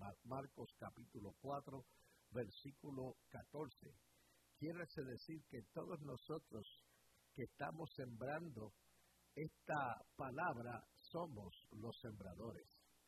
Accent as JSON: {"language": "Spanish", "country": "Puerto Rico", "moved": "yes", "lives_now": "United States", "said": "nos los había profetizado el Señor desde que salí en el año 1988 de Puerto Rico, pero nos enfocamos solamente en la ciudad de Nueva York"}